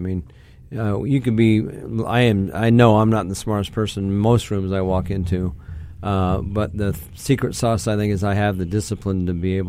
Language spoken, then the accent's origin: English; Dallas, Texas, United States; I grew up in Dallas, Texas